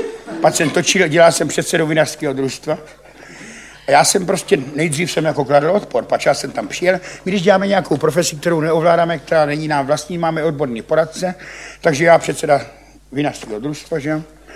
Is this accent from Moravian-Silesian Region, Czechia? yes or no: no; Ivančice, South Moravian Region, Czechia; jsem z Ivančic, ale nepiju.